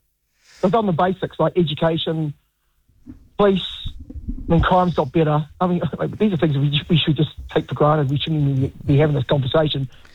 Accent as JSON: {"language": "English", "region": "Wellington", "country": "New Zealand", "said": "Because that Wellington Water, you know, again, I'm from Wellington."}